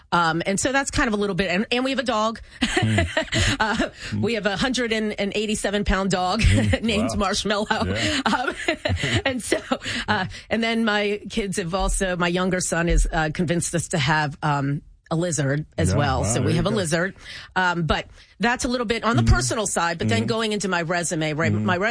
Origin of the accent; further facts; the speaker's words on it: Columbia, Maryland, United States; So I am from Columbia, Maryland, here, here, and that's actually in Howard County. And my parents actually settled in Howard County